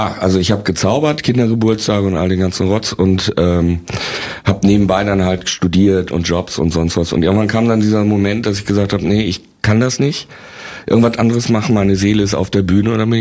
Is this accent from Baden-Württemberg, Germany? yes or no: no; Bielefeld, North Rhine-Westphalia, Germany; Ich bin ja Bielefelder